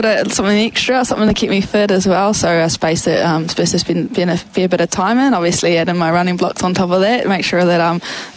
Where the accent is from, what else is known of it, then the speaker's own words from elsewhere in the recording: Tokoroa, Waikato, New Zealand; Yeah, so I was born and bred in Tokoroa, so a few legends came out of there.